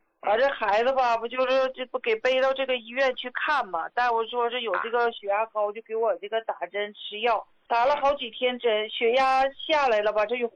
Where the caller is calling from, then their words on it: Daqing, Heilongjiang, China; 我是大庆的。